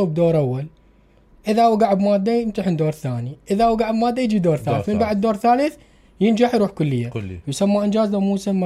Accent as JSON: {"language": "Arabic", "country": "Iraq", "said": "طبعا فخر كعراقي انه منتخب بلدي متواجد في هذا المحفل العالمي الكبير."}